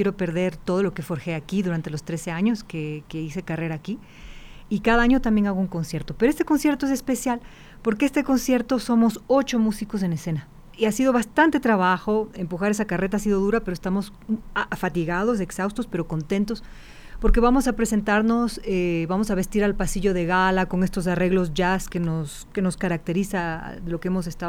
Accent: Ecuador; moved away as an adult; now in France; como ecuatoriano le afecta mucho la falta de luz.

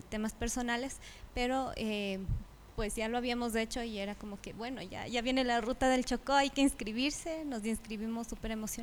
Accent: Carchi, Ecuador; now in Pichincha, Ecuador; soy del Carchi, entonces obviamente toda la vida he montado en bicicleta. Vivo aquí ya casi 20 años, creo.

